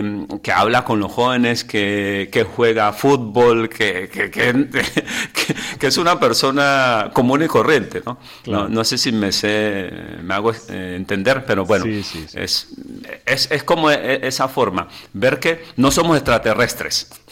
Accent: Colombia; Y yo me quedé así como, decimos en mi país, de una sola pieza, porque no me lo imaginaba después de tantos años salir. Al principio del ministerio, claro, sí, está esa ilusión salir. Y ya que yo pensaba ya quedarme allí en Colombia

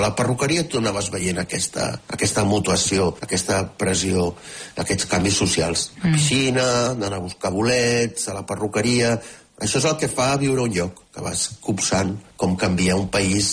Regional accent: Catalonia, Spain; now in Kyiv, Ukraine; sóc com a bon català, sóc molt boletaire

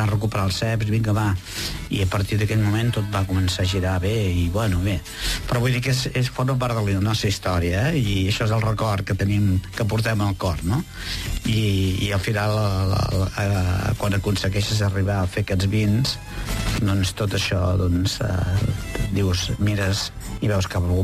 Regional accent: Monistrolet, Catalonia, Spain; que érem veïns, jo sóc de Monistrolet, una masia de Monistrolet

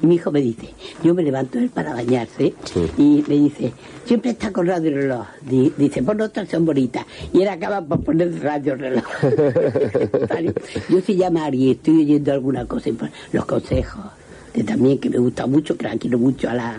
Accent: Almería, Andalusia, Spain; yo como soy de Almería

